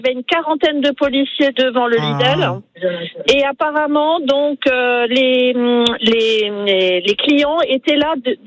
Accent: Wittenheim, Grand Est, France; Alors, on est de Wittenheim, mais on est sur la route pour partir en vacances une semaine.

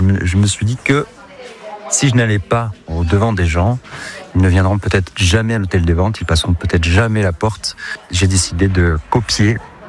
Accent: Toulouse, Occitanie, France; now in Auvergne, France; Je suis originaire aussi de Toulouse.

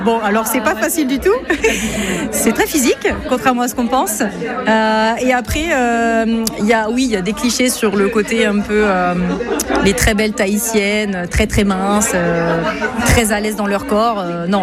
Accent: French Guiana; now in Toulouse, France; Même si je suis pas du tout de culture polynésienne ni tahitienne, je suis de Guyane.

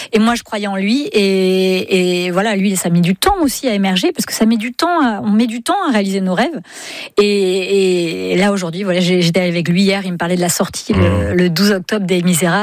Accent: Brittany, France; Ah bah oui, mais on est breton ou pas?

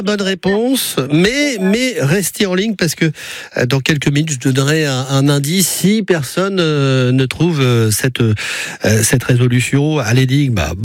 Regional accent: Brittany, France; moi qui suis breton à la base.

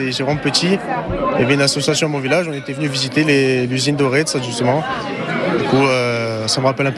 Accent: Corsica, France; Mon village, il est à 10 minutes d'ici, je suis de Parat.

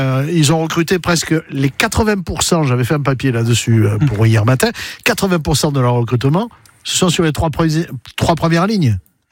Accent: Provence-Alpes-Côte d'Azur, France; comme je suis provençal d'origine

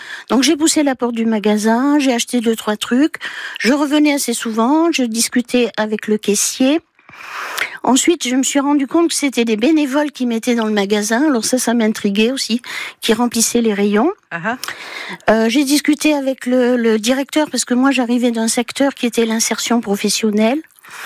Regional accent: Occitanie, France; Et moi, je suis du Lot aussi, je suis du Haut-Quercy, juste au bord de la Dordogne, en fait, la limite de la Corrèze.

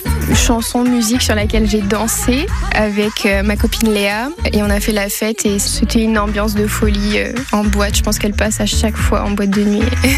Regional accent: Berry-au-Bac, Hauts-de-France, France; de Berry-au-Bac et je suis dans les petits bonheurs ici Champagne-Ardenne. Je sais que je suis champenoise parce que j'adore les paysages de vignes.

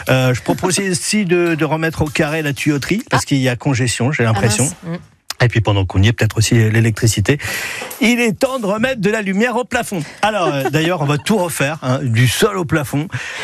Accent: France; moi aussi, je suis Français

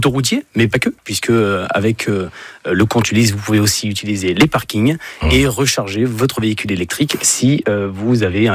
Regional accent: Aubervilliers, Île-de-France, France; born there; Oui, je suis né à Aubervilliers, en 1983, en région parisienne.

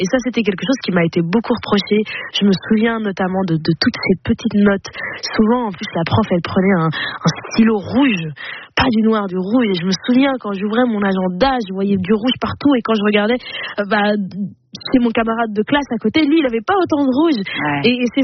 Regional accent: Flanders, Belgium; puisque moi j'ai grandi en Flandre, donc la partie flamande

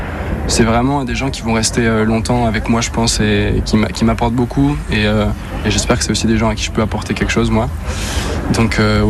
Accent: Caen, Normandy, France; parce que moi je viens de Caen du coup. Et quand on grandit à Caen

